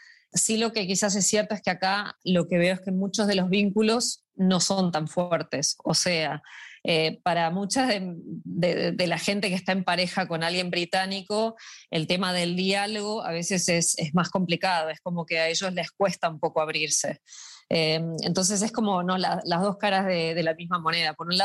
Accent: Buenos Aires, Argentina; also born or lived in Uruguay; Yo soy de Buenos Aires, pero tengo un acento medio raro porque viví muchos años en Uruguay

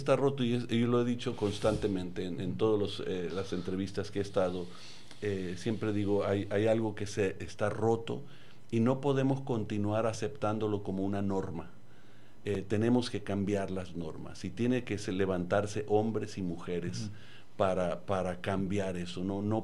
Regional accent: Mexico; born there; nazco como mexicano

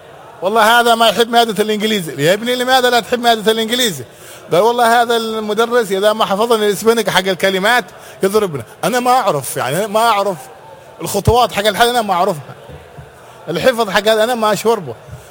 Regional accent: Hadhramaut, Yemen; نحن عندنا في حضرموت

